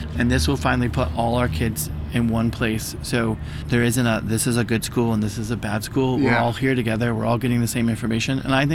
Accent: United States; And I haven't lost sight of the neighborhood I grew up in. I grew up in Morningside. I was the first third grade class into Morningside Community School.

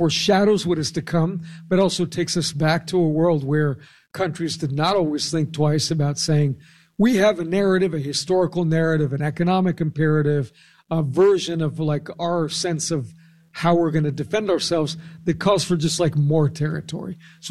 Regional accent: California, United States; So in my home state of California

